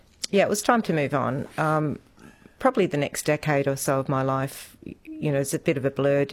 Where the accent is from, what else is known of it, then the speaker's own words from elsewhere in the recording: Tasmania, Australia; born there; moved away; it was really growing up in Tasmania